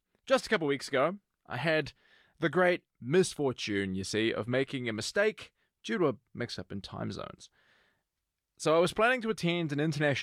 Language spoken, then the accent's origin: English; New Zealand; moved away as an adult; now in Gothenburg, Sweden; I'm from New Zealand, personally. I live here in Gothenburg. In fact, I have done so for very nearly 7 years now.